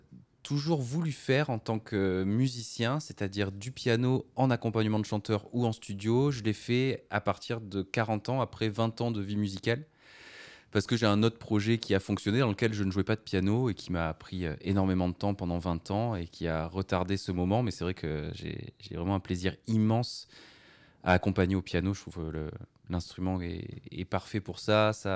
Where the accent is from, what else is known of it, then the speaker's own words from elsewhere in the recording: Bordeaux, Nouvelle-Aquitaine, France; Oui, je viens de Bordeaux